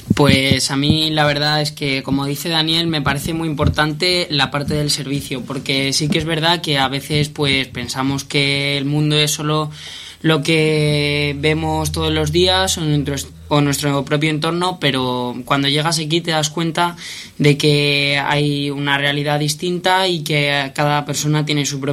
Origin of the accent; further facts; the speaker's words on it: Castilla-La Mancha, Spain; somos gente de La Mancha, que venimos de fuera